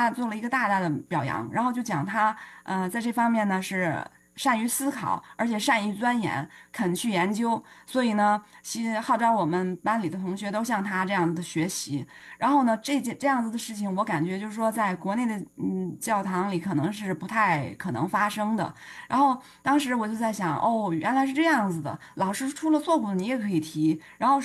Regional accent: China

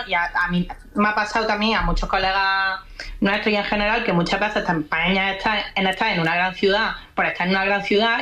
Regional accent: Andalusia, Spain; accent: Andalusian; más quiero que se me note mi acento, porque más quiero que se note que soy Andalucía, ¿sabes? Y que no... Y que el acento andaluz puede estar en cosas importantes.

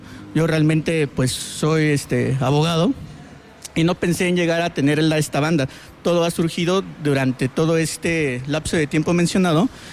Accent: Santiago de Querétaro, Querétaro, Mexico; born there; De aquí, de la ciudad de Querétaro, orgullosamente.

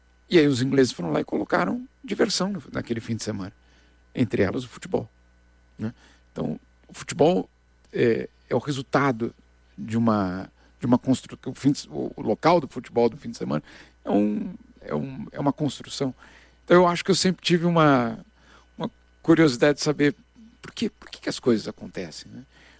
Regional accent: Brazil; Eu sei que eu sou brasileiro. Eu só tenho passaporte brasileiro. Então eu tenho certeza que eu sou brasileiro. Mas ao mesmo tempo eu tenho certeza que ao não morar no Brasil

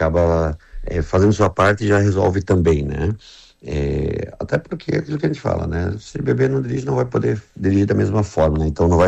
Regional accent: Jaraguá do Sul, Santa Catarina, Brazil; eu sou de Jaraguá, vou a Jaraguá votar

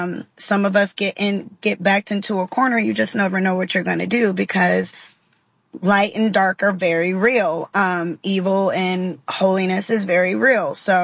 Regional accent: Alabama, United States; I was raised in the South in Alabama, Roll Tide. I was raised in a very Christian home.

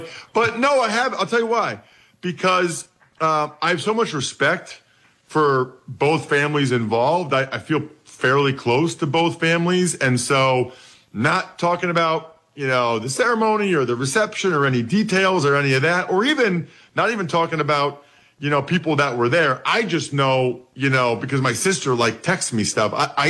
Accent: Wyomissing, Pennsylvania, United States; And she said, Why Missing's Finest, and gave me a big hug because we're both from Why Missing, Pennsylvania. So shout out Why Missing.

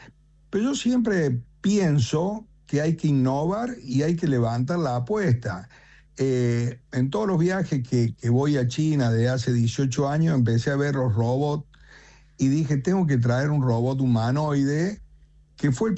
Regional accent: Argentina; lo importante es que los argentinos, los que nos sentimos que somos argentinos, hagamos por este país maravilloso.

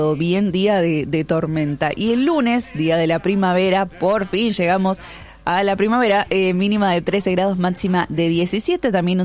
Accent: Cañuelas, Buenos Aires Province, Argentina; yo crecí en Cañuelas. Allá había mucho campo, así que lugares para hacer picnic había de sobra.

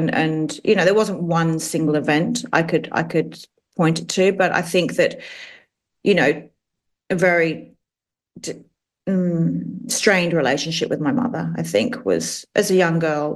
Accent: London, United Kingdom; He didn't live in England when we were growing up in London.

